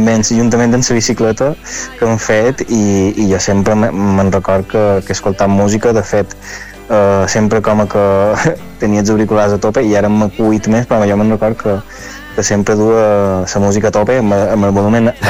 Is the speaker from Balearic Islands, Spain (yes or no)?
yes; Palma, Balearic Islands, Spain; Tot i que jo realment he crescut a Palma i he anat a escola a Palma i tot ho he fet a Palma